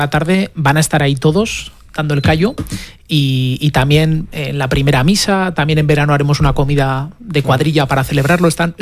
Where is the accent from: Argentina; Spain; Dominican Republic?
Spain; Tafalla, Navarre; Sí, y ha sido, claro, somos dos de Tafalla, entonces ha sido